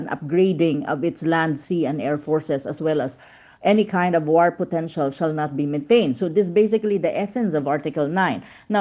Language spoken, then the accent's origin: English; Philippines; which I really don't agree as a Filipino to a greater extent.